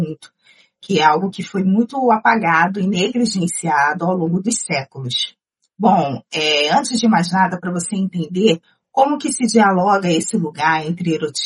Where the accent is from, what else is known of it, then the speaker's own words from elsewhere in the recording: Rio de Janeiro, Brazil; do Rio de Janeiro, da Baixada Fluminense. Para quem não conhece, Baixada Fluminense aqui no estado do Rio de Janeiro é uma região metropolitana periférica